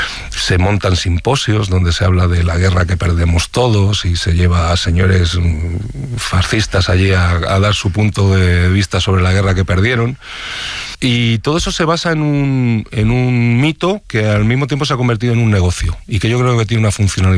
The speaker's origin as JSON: {"language": "Spanish", "town": "Madrid", "region": "Community of Madrid", "country": "Spain", "said": "Yo soy muy urbanita, yo soy de Madrid, nunca tuve abuelitos con pueblo ni cosas de estas, soy muy urbanita."}